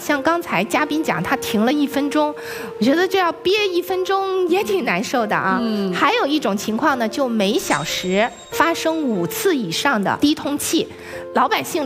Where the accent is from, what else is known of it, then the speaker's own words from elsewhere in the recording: China; 我们中国人